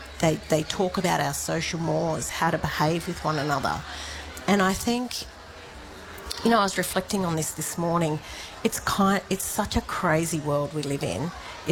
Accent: La Perouse, New South Wales, Australia; Look, I am from La Perouse, so I describe myself as a concrete quarry. I totally urban Aboriginal, like footballing family, family of wharfies and blue-collar workers.

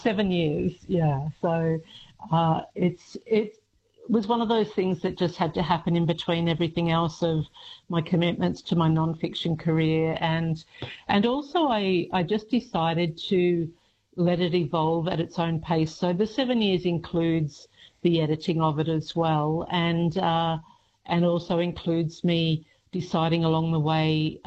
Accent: Tamworth, New South Wales, Australia; I grew up in Tamworth, and drought really shaped my teenage years.

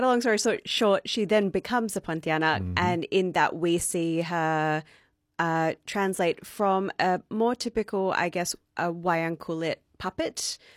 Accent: Kuala Lumpur, Malaysia; In Kuala Lumpur.

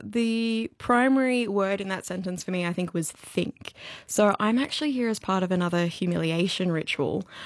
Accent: Sydney, New South Wales, Australia; found out that it was also from Sydney.

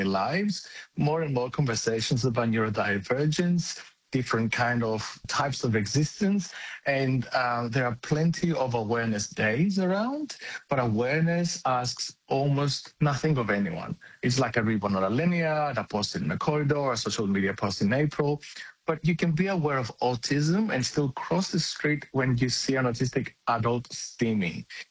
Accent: Greece; moved away; I grew up in Greece

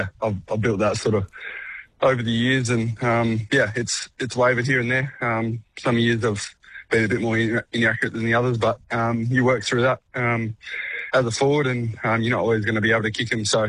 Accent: Busselton, Western Australia, Australia; I'm from Busselton, and I used to travel up when I was a young fella to watch the footy

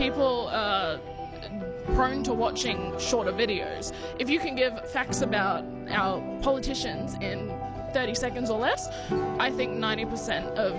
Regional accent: Toowoomba, Queensland, Australia; I am from Highfields, Toowoomba.

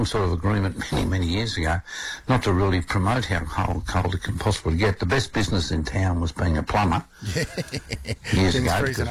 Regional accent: Orange, New South Wales, Australia; You know, I'm from Orange, mate. You know, we're tough.

